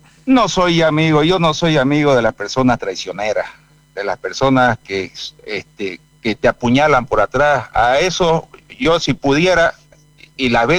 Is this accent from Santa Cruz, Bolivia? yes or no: yes; Montero, Santa Cruz, Bolivia